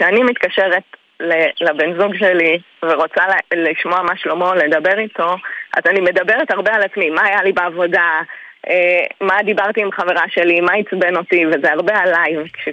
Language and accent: Hebrew; Ein Gedi, Southern District, Israel; גדלתי בעין גדי ויצאתי וחזרתי תנועה כזאת טבעית של פריפריה, חזרתי לקיבוץ